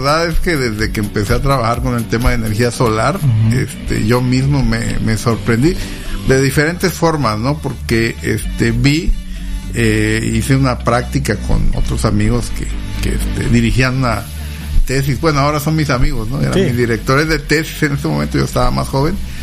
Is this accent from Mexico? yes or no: yes; Tuxtla Gutiérrez, Chiapas, Mexico; moved away; also born or lived in Yucatán / Monterrey / Mexico City